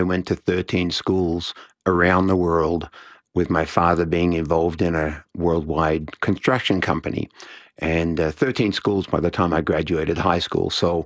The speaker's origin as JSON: {"language": "English", "country": "Australia", "also_born_or_lived": "United States", "moved": "as an adult", "lives_now": "Edmonton, Canada", "said": "I'm originally from Australia and moved over to North America to continue a tennis journey when I was 18 in the early 80s."}